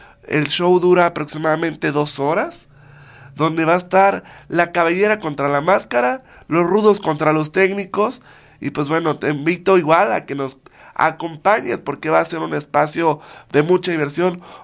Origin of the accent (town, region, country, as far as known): Mexico